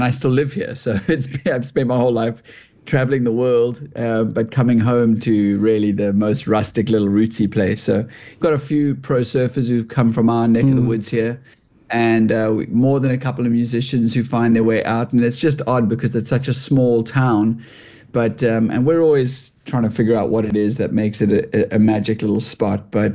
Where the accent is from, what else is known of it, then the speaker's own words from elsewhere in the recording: Cape Town, Western Cape, South Africa; I'm from Cape Town, so we have, I suppose, as close to just epic landscapes here